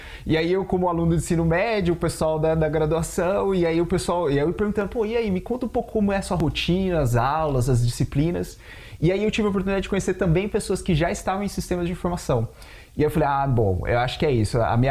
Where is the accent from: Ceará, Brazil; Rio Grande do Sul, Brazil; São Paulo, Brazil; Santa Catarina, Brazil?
São Paulo, Brazil; Bauru; Eu brinco que eu literalmente cresci dentro da unidade de Bauru